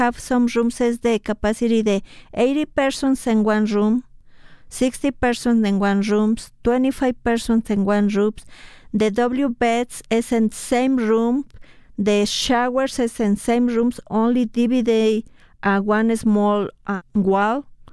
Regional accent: Mexico City, Mexico; English is a second language; moved away as an adult; now in United States; I'm from Mexico City.

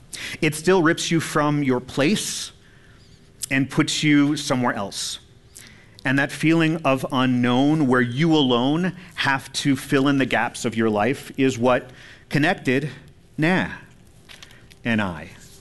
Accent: El Paso, Texas, United States; born there; I was born in El Paso to a mother who was an alcoholic and possibly a drug addict. I was given up for adoption.

